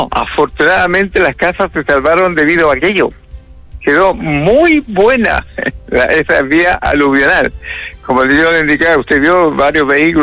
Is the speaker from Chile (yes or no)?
yes; Chile; Somos así los chilenos